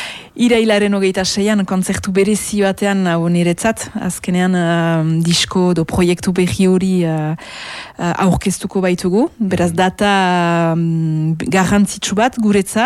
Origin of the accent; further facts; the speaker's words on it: Baigorri, Nouvelle-Aquitaine, France; Etxea, ni Baigorri Garazikoa naiz, anauztaga, bien artean, baina ne euskaldea da hemen.